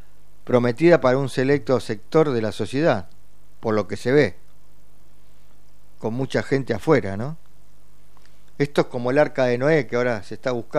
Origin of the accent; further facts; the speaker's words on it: Argentina; Digo la Argentina porque somos argentinos